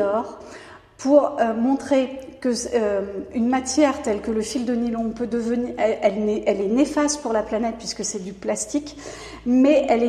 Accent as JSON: {"language": "French", "town": "Bayeux", "region": "Normandy", "country": "France", "tie": "born or raised there", "said": "Mais presque, puisque j'ai grandi à Bayeux."}